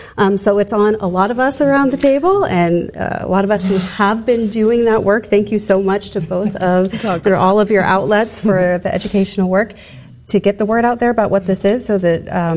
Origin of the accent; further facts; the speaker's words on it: United States; it's something that I'm proud of as an American.